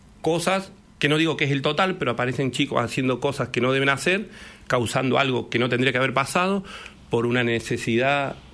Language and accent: Spanish; Argentina; somos argentinos y somos recontra orgullosos.